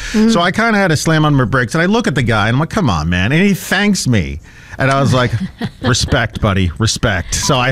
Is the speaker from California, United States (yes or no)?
no; Massachusetts, United States; So I grew up down in Massachusetts, and you know, we get a lot of flack down there from you guys about how we drive.